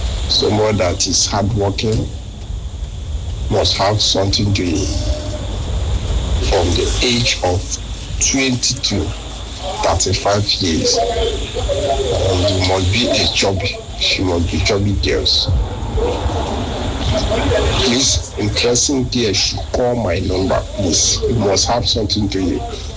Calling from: Rivers, Nigeria; Good evening. … I'm from River State, that based in Port Harcourt.

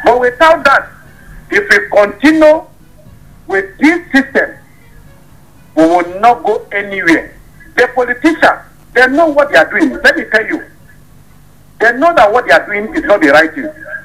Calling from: Nigeria; Good morning. I'm calling from Gadabio.

